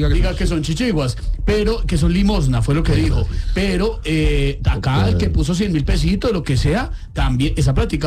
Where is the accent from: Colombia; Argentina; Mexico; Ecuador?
Colombia; mientras estemos unidos como colombianos, pues vamos a salir de esta